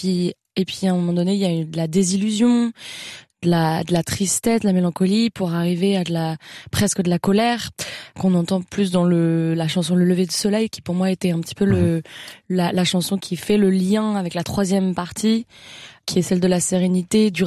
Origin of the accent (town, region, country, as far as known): Paris, Île-de-France, France; born or raised there